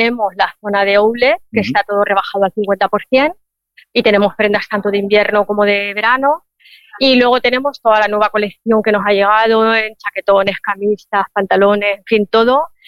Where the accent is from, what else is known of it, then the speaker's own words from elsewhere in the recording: Caudete, Castilla-La Mancha, Spain; Pues una tienda de ropa, que somos de Caudete, un pueblo de Albacete.